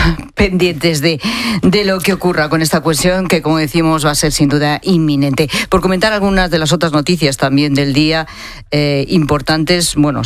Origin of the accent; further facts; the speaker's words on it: Spain; porque yo soy española y yo no puedo decidir